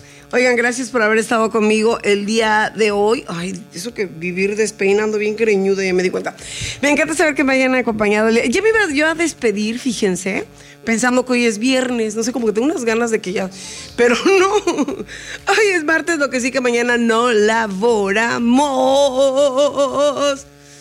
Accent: Mexico; sentirnos orgullosos de ser mexicanos, pero no abuse. No abuse el tequila, el mezcal. Entonces, en mi pueblo toma mucho pulque.

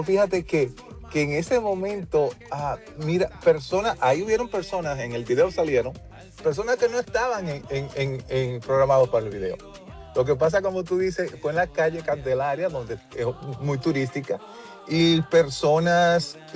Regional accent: Dominican Republic; now in Chicago, United States; Soy dominicano, aunque vivo aquí en Chicago, pero soy dominicano, y mis padres todavía son pastores allá en la República Dominicana.

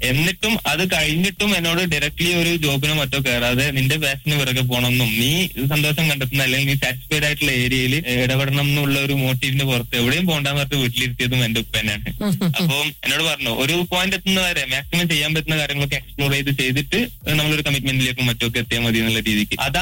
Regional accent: Kannur district, Kerala, India; ഞങ്ങളുടെ നാട് ഇവിടെ കണ്ണൂർ ജില്ലയിൽ നിന്ന് അടുത്ത് തന്നെയാണ്, ഒരു 4 kilometers മാത്രമേ ഉള്ളൂ കണ്ണൂർ ടൗണിന്.

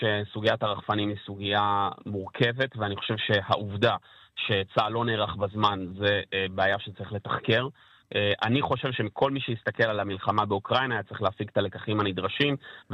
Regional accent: Beersheba, Southern District, Israel; born there; אני נולדתי בבאר שבע

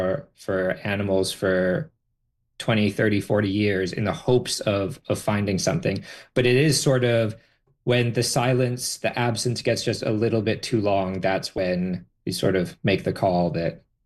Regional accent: Calgary, Alberta, Canada; I grew up in Calgary, and we used to go to Drumheller all the time, into the Badlands to go camping and hiking.

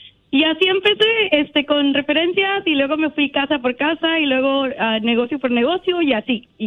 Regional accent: Mexicali, Baja California, Mexico; moved away; Ya cuando estaba allá en el Valle de Mexicali, yo nací en el Ejido DF

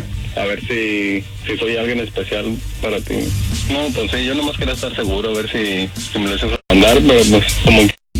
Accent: Torreón, Coahuila, Mexico; miré que era de Torreón y pues yo también soy de Torreón

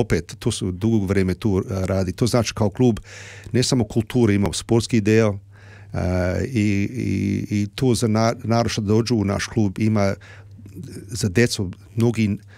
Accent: Sydney, New South Wales, Australia; kad sam ja kao dijete porastao u Sidneju

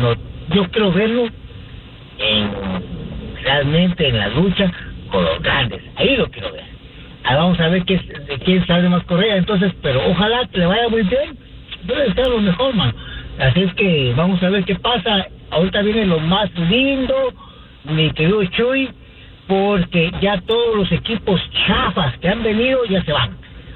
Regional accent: Guatemala; Yo soy guatemalteco y mis hijos son mexicanos, guatemaltecos y estadounidenses.

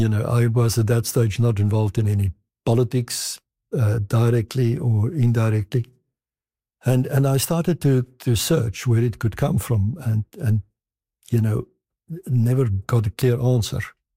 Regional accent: South Africa; I'm an Afrikaner from South Africa myself, and I can say that I've never experienced something of that kind.

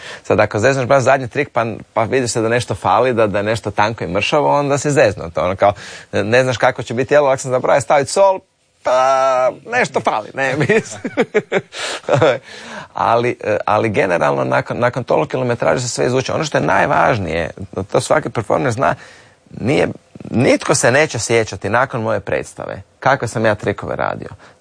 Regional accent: Croatia; ja sam iz Hrvatske.

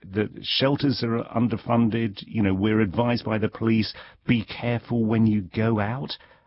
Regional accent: South Africa; I hesitate to tell you as a South African woman, but South African women are saying

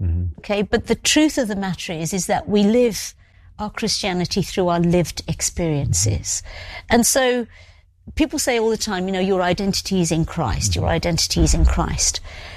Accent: England, United Kingdom; born there; Because in Britain, I'd always been black. You know, from my birth, I was born here in England. And then I get to the US and they say, oh, you're not black.

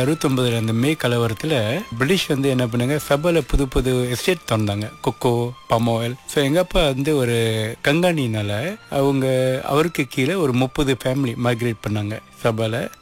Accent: Sabah, Malaysia; நான் பிறந்து வளர்ந்ததெல்லாம் சபா, அம்ம சபஹான்.

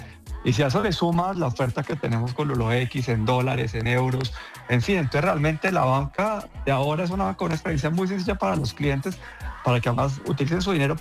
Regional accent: Colombia

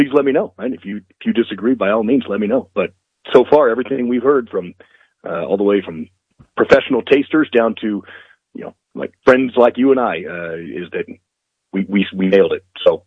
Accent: United States; as a citizen, as an American, as a proud American

